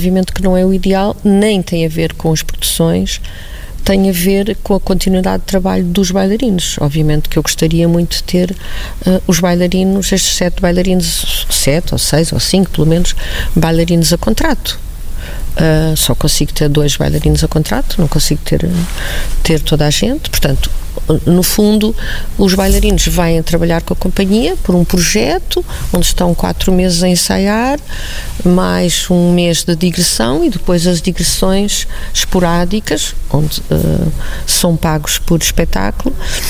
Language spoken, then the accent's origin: Portuguese; Viana do Castelo, Norte, Portugal; born or raised there